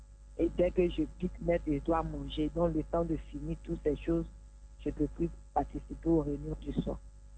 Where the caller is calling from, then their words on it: Abidjan, Côte d’Ivoire; J'appelle d'Adjamé.